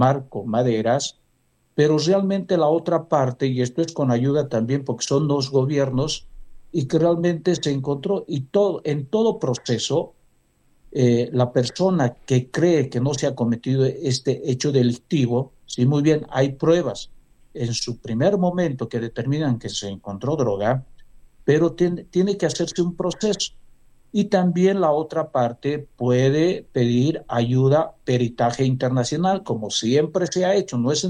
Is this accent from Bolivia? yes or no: yes; Bolivia; Acá, y nosotros como bolivianos